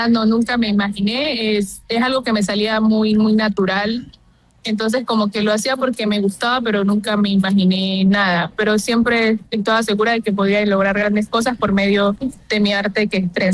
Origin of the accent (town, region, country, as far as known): Tumaco, Nariño, Colombia